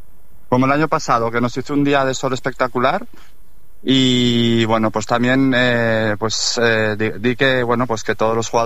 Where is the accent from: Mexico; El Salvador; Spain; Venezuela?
Spain; Graus, Aragon; yo soy de Graus y él se crió en Graus